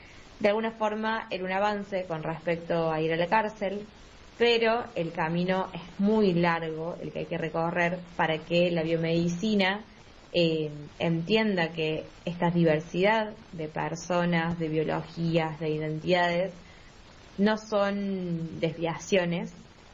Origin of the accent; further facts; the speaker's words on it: Córdoba, Argentina; También soy cordobesa, soy feminista.